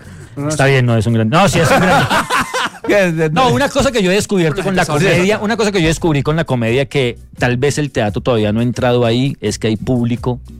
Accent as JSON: {"language": "Spanish", "region": "Bogotá", "country": "Colombia", "said": "yo soy del rincón de Venecia"}